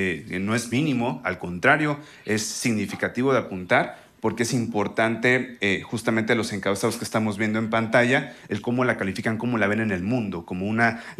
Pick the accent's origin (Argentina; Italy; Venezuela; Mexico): Mexico; es un orgullo para nosotros como mexicanos.